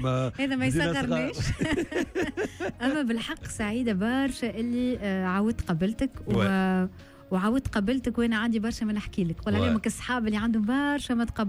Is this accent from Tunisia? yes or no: yes; Kairouan, Kairouan Governorate, Tunisia; أصيلة القيروان، مولودة في القيروان.